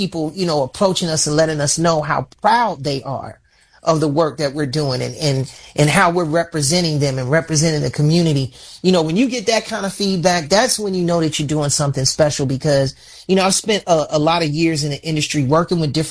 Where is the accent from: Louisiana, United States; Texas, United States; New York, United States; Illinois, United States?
Illinois, United States; Chicago; my hometown of Chicago.